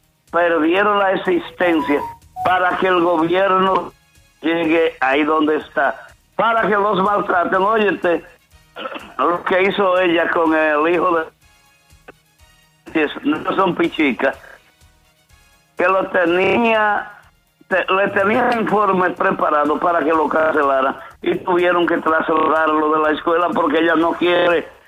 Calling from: San Víctor, Espaillat, Dominican Republic

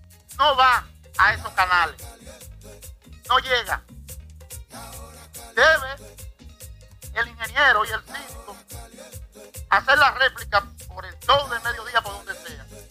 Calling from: Moca, Espaillat, Dominican Republic; Vivo en Moca y paro en San Vito.

